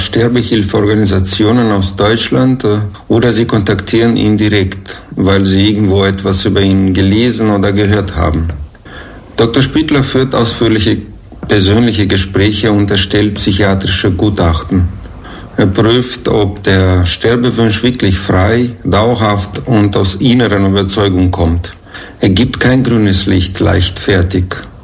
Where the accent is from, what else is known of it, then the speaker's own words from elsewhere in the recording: Moldova; moved away as an adult; also born or lived in Bucharest / Vienna; now in Austria; Dokumentarfilmer. Ich komme ursprünglich aus Moldova oder Moldawien. Habe aber in Bukarest und Wien studiert und lebe seit 25 Jahren hier in Österreich.